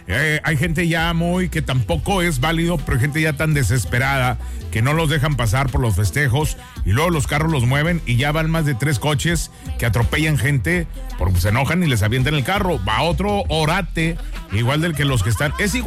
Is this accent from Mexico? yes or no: yes; Mexico